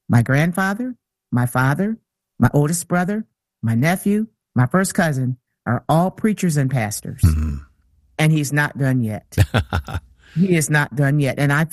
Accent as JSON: {"language": "English", "town": "Jackson", "region": "Michigan", "country": "United States", "tie": "born or raised there", "moved": "as an adult", "said": "And I grew up there in Jackson. My father was a pastor. My father … came up from the South during the Great Migration of the late 1940s and settled there in southern Michigan."}